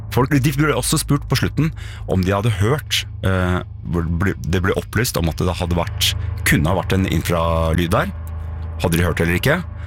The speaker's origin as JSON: {"language": "Norwegian", "town": "Edmonton", "region": "Alberta", "country": "Canada", "said": "Dette er altså kanadiske forskere fra Edmonton, og det kommer til å være et poeng snart at jeg er fra Edmonton."}